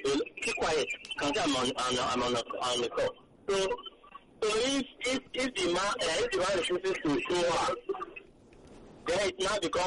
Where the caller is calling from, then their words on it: Ota, Ogun, Nigeria; I'm calling from Ota.